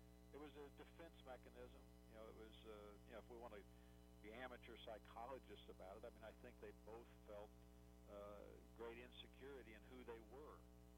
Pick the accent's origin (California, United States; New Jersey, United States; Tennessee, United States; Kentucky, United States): Kentucky, United States; Louisville; but he knew I was from Louisville. He knew I was his hometown reporter.